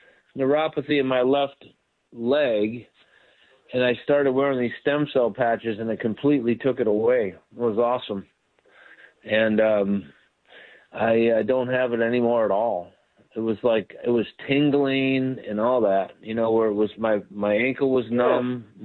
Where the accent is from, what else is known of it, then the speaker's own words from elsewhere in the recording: Palatine, Illinois, United States; I grew up in Palatine up north